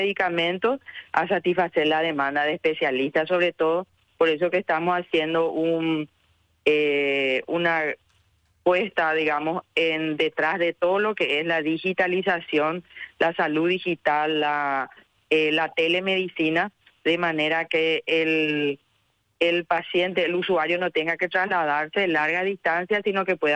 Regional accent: Asunción, Paraguay; also born or lived in Encarnación, Itapúa; después volví a Asunción. En realidad soy asuncena

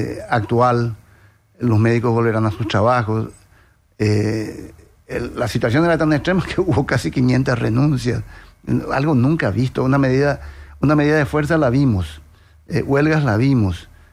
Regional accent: Paraguay

